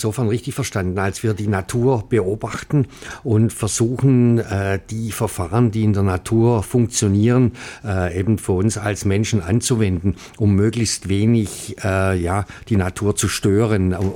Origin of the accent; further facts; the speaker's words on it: Welzheim, Baden-Württemberg, Germany; Wir kommen aus dem schwäbischen Mittelstand, Maschinenbau, deshalb bin ich Diplom-Ingenieur in meinem Heimatort Welzheim.